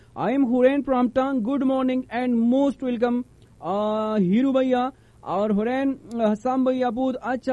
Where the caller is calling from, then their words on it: Tank, Khyber Pakhtunkhwa, Pakistan; hello نہیں, میں ٹانگ سے ہوں